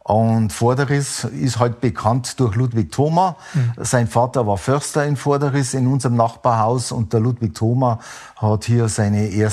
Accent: Fall, Bavaria, Germany; born there; Ich bin gebürtiger Oberbayer, bin geboren in einer Ortschaft, die es heute gar nicht mehr gibt. Auch so eine Besonderheit, nämlich in Fall.

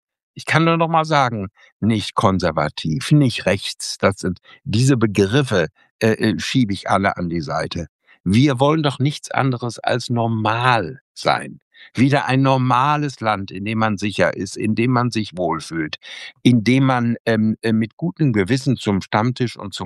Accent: Minden, North Rhine-Westphalia, Germany; Minden ist ja meine Heimat.

